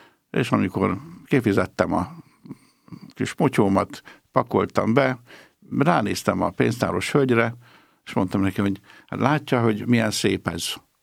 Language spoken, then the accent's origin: Hungarian; Domonyvölgy, Pest, Hungary